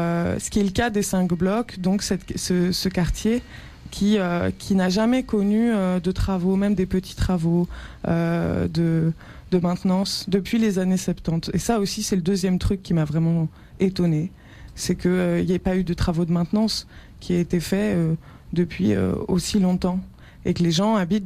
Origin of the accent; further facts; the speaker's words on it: Paris, Île-de-France, France; moi, je ne viens pas de Bruxelles, je viens de Paris. Je travaille en tant qu'urbaniste en France